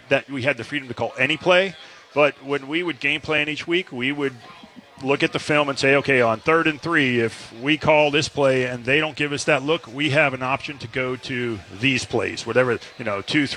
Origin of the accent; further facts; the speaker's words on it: Long Island, New York, United States; I grew up on Long Island